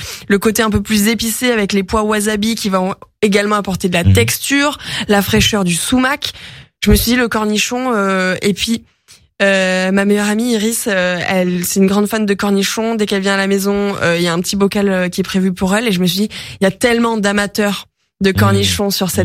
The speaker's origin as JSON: {"language": "French", "region": "Provence-Alpes-Côte d'Azur", "country": "France", "moved": "yes", "said": "chez moi en Provence"}